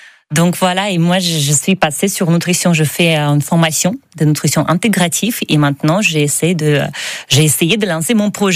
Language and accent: French; Minsk, Belarus; French is a second language; moved away as an adult; now in France; Je suis biélorusse. Je viens de Minsk, capitale.